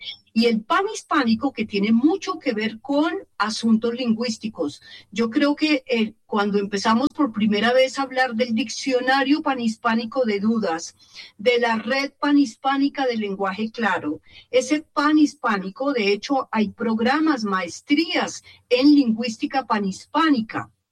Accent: Colombia; como colombianos, ¿cómo nos identificamos?

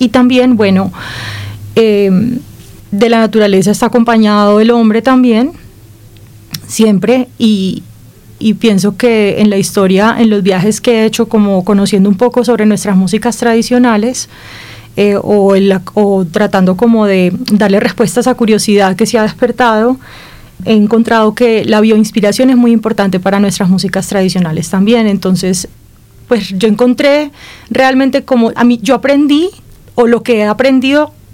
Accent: La Guajira, Colombia; moved away; also born or lived in Medellín; Yo crecí en La Guajira. Crecí en La Guajira, nací en Medellín, pero crecí en La Guajira.

